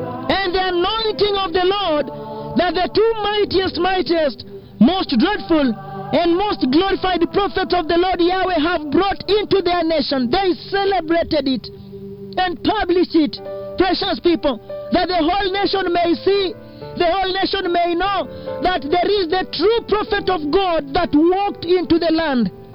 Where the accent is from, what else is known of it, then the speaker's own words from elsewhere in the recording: Kenya; Oh, I really repent as a Kenyan, and I'm ashamed even to be called a Kenyan.